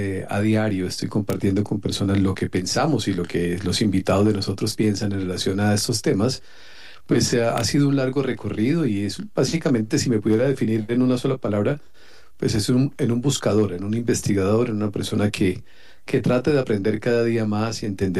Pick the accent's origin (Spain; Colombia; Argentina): Colombia; Soy colombiano.